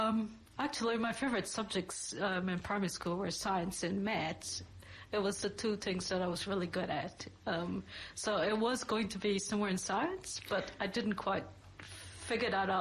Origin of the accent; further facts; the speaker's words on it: Devonshire Castle, Pomeroon-Supenaam, Guyana; moved away; I'm from Devonshire Castle.